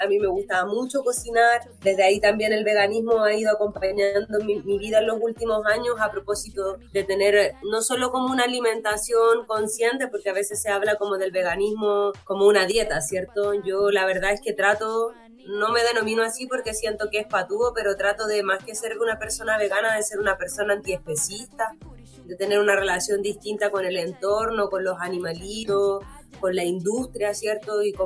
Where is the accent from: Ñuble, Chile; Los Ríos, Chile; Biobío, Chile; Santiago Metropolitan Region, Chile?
Santiago Metropolitan Region, Chile; Santiago; also born or lived in San Bernardo; Yo, bueno, nací aquí en Santiago, en San Bernardo primero, luego casi toda mi vida la pasé en Macul, como entre Macul, la Florida, siempre vivía como por ahí. Vivía muy cerca del Estadio Monumental